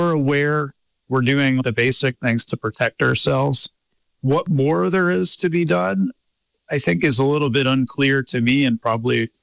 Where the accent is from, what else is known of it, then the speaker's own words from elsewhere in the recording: Lake Placid, New York, United States; moved away as an adult; now in Vermont, United States; I grew up in this area. I'm from Lake Placid, New York, and moved over to Vermont as an adult.